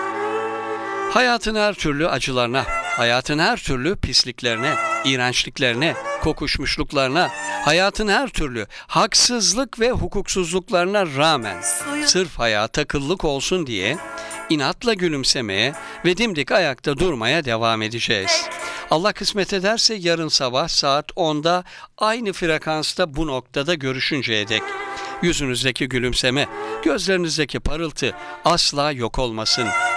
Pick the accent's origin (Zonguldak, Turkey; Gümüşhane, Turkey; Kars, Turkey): Zonguldak, Turkey; Konyalı da Konyalı. E biz neyiz? Biz de Zonguldaklıyız arkadaş.